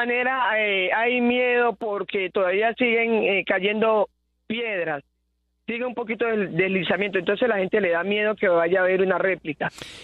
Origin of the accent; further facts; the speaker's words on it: Buenaventura, Valle del Cauca, Colombia; soy de Buenaventura, me dirigía para la ciudad de Cali a una cita médica